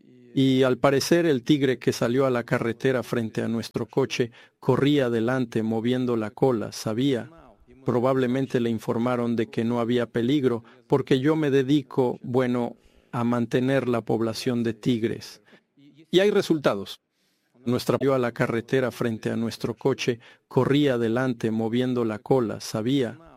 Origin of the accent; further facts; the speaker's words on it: Saint Petersburg, Russia; mi ciudad natal, San Petersburgo